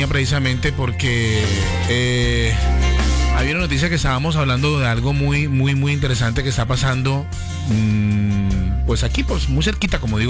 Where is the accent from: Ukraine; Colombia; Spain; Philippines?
Colombia; Barranquilla, Atlántico